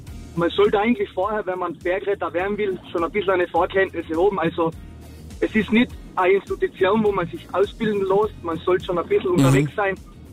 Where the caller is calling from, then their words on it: Rangersdorf, Carinthia, Austria; Ich bin aus Rangersdorf.